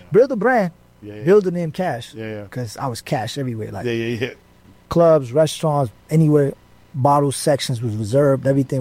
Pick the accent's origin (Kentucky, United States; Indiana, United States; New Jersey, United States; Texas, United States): New Jersey, United States; Jersey City; moved away as an adult; also born or lived in New York; now in Atlanta, United States; I'm from Jersey City.